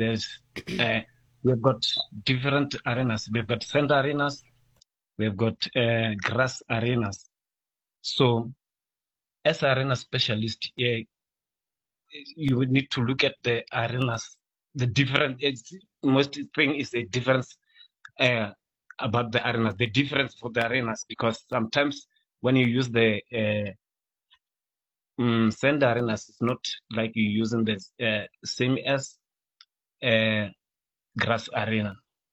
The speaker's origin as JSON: {"language": "English", "region": "Limpopo", "country": "South Africa", "tie": "born or raised there", "moved": "as an adult", "lives_now": "Gauteng, South Africa", "said": "I was born and raised in Limpopo, in a village called Amalvo."}